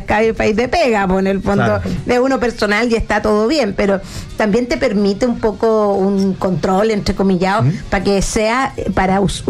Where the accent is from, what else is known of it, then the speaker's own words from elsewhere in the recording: Chile; somos chilenos